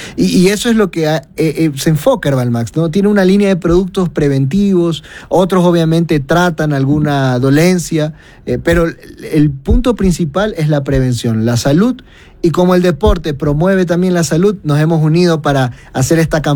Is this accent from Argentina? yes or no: no; Guayaquil, Guayas, Ecuador; como somos de Guayaquil, vamos a hacer en Guayaquil